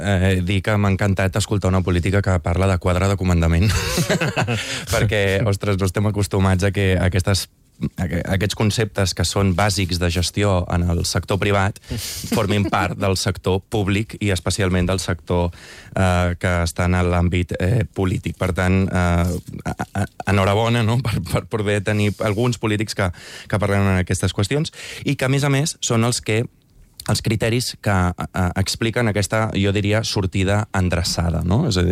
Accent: Sant Cugat del Vallès, Catalonia, Spain; jo torno a dir que sóc de Sant Cugat

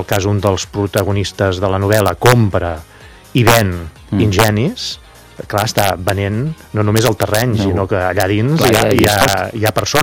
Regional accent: Mataró, Catalonia, Spain; sóc del Maresme, sóc de Mataró.

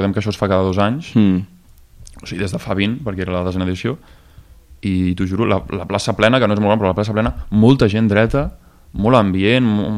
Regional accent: Caldes de Montbui, Catalonia, Spain; és el Castell de Montbui, jo sempre diré que és el castell del meu poble

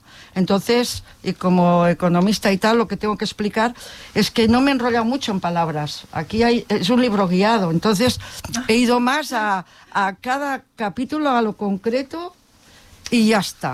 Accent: Sant Sadurní d'Anoia, Catalonia, Spain; now in Castellví de Rosanes, Spain; ara vinc a Castellví de Rosanes, però jo soc filla de Sant Sadurní d'Anoia, del País del Cava. que també té molta personalitat.

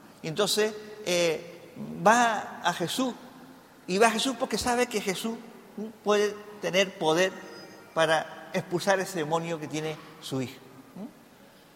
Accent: Teror, Canary Islands, Spain; soy aquí de Teror, ¿no? Mi gente, mi familia es de Osorio, ¿no, Ramón? ¿No? Del Pico de Osorio. Soy bisnieto, nieto e hijo de campesinos, de agricultores y de ganaderos

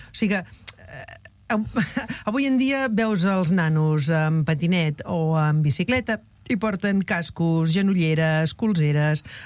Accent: Arenys de Mar, Catalonia, Spain; els que som d'Arenys

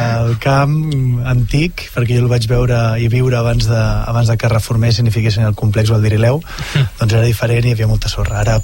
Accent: Caldes de Boí, Catalonia, Spain; El meu pare i nosaltres som de Caldes d'en Boí.

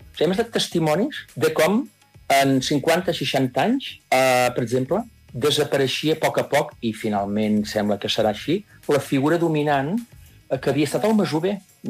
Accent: Taradell, Catalonia, Spain; només al meu poble de Taradell, doncs soc, ja hi ha dues, diguem-ne, finques que s'han convertit en camps de golf

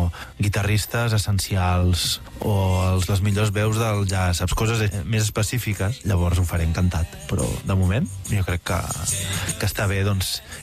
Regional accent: Vilanova i la Geltrú, Catalonia, Spain

